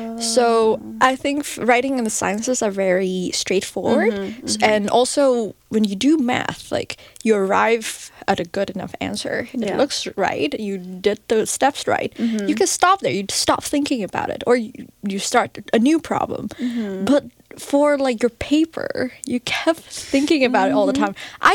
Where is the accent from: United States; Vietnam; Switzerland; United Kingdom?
Vietnam; moved away; I grew up in Vietnam